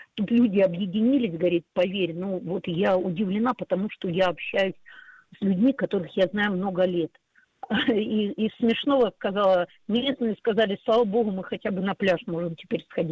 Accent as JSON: {"language": "Russian", "town": "Donetsk", "region": "Donetsk Oblast", "country": "Ukraine", "said": "я вот дончанка"}